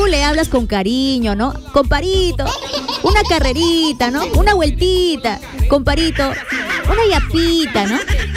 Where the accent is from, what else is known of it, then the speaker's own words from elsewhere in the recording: Peru; somos querendones como peruanos.